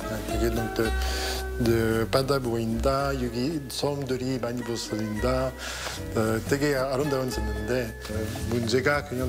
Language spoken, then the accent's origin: Korean; France; Korean is a second language; now in Hadong, South Korea; 저는 프랑스 사람입니다.